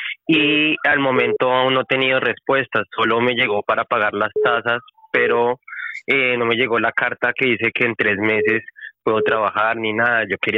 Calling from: Valencia, Valencian Community, Spain; de Valencia.

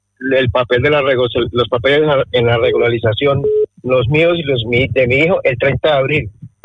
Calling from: Madrid, Community of Madrid, Spain; de Madrid.

